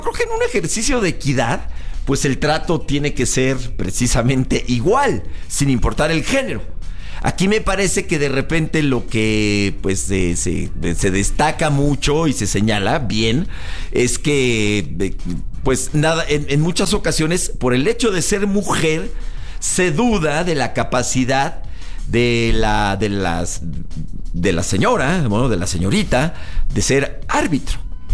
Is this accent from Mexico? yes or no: yes; Mexico; Sí, terrible, porque así somos también los mexicanos.